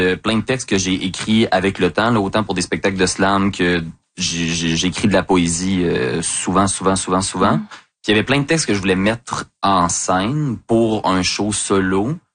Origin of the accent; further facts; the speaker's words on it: Lévis, Quebec, Canada; parce que c'est le premier endroit où j'ai travaillé à Québec après avoir passé toute mon enfance à Lévis